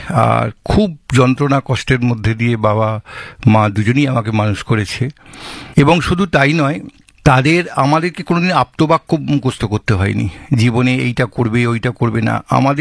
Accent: Dhaniakhali, West Bengal, India; বেড়ে ওঠা ধনেখালি, ধনিয়াখালী, তাঁতের শাড়ি যে সেই জায়গাতে আমার বেড়ে ওঠা।

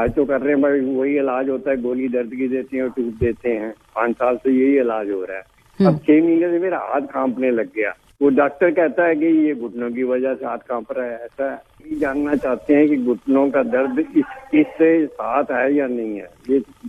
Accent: Delhi, India; दिल्ली के

